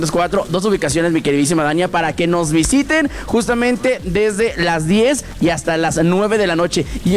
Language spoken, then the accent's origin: Spanish; Mexico; como buenos mexicanos, dejamos todo al último.